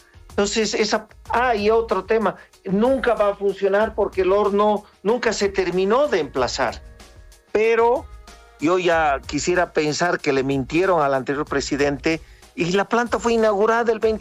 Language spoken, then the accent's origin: Spanish; Potosí, Bolivia; Yo soy potosino.